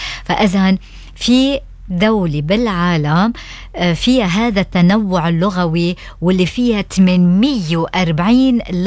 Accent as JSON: {"language": "Arabic", "country": "Lebanon", "moved": "yes", "lives_now": "Australia", "said": "نحن كلبنانيين هيك شوي أنه يمكن اللبناني بيعتز بحاله، وخاصة أنه بلبنان بيتعلموا ثلاث لغات، عربي انجليزي"}